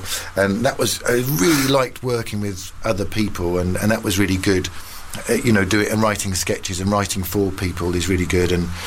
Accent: East of England, United Kingdom; moved away; also born or lived in Hampstead; growing up near Stevenage

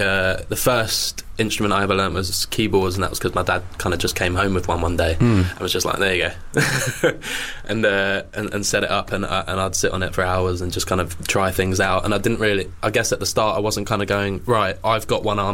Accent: Swanley, South East England, United Kingdom; Yeah, just kind of on the border of South East London and Kent, yeah.

